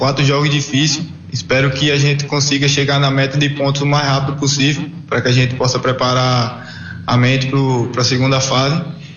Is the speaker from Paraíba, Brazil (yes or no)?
yes; Paraíba, Brazil; moved away as an adult; Eu vim da Paraíba novo, 19 anos, para o sub-20 do Capivariano